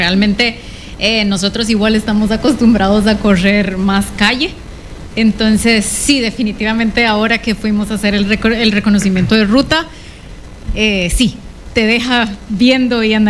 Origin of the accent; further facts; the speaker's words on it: El Salvador; Nosotros venimos de El Salvador.